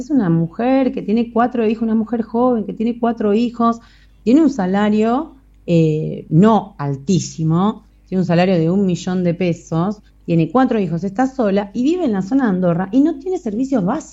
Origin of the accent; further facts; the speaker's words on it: Ushuaia, Tierra del Fuego, Argentina; yo alquilo, tengo 40 años, soy de acá, soy fueguina y me toca alquilar como la mayoría de las familias de Ushuaia.